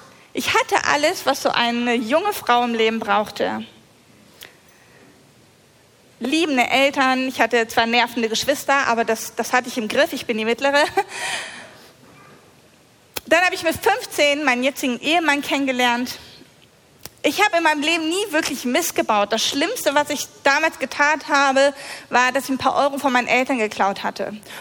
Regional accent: Lower Saxony, Germany; moved away as an adult; also born or lived in Oldenburg; ich war 20 und wir sind dann von unserem Kuhdorf aus Abke. Abke, kennt jemand Abke? Keiner kennt Abke? Das ist das beste Kuhdorf überhaupt, auf jeden Fall. Wir sind aus Abke nach Oldenburg gezogen

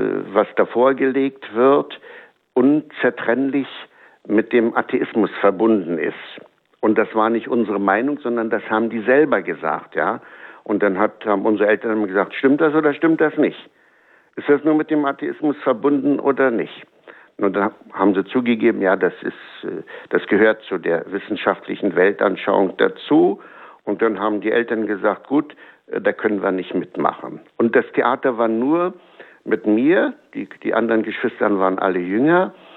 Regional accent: Herzfelde, Brandenburg, Germany; Also wir hatten bei uns in Herzfelde, wir hatten einen ganz guten Priester, der hat mich immer erinnert an den Pfarrer von Ars, ganz arm, ganz demütig, ganz fromm.

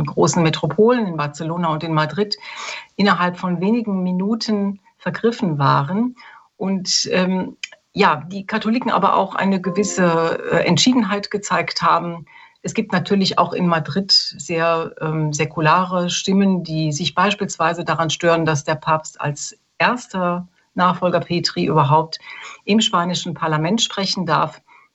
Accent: Germany; Man kann sich das als Deutscher gar nicht vorstellen, wie entschlossen die Leute sind, hier ein Fest zu feiern

